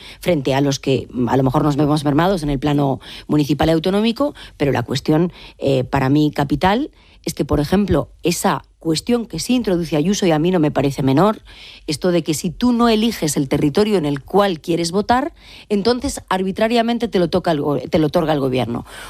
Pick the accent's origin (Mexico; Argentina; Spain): Spain; Galicia; ¿Por qué yo, como gallega, no puedo votar en unas elecciones municipales y autonómicas en Galicia?